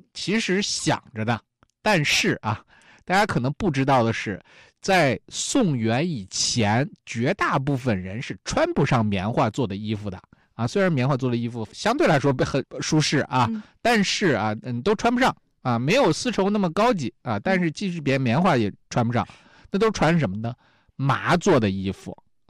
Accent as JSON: {"language": "Chinese", "country": "China", "said": "对于我们中国人非常非常重要啊"}